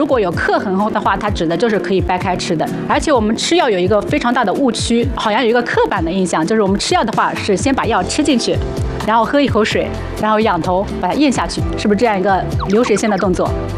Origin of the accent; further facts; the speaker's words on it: China; 我们中国人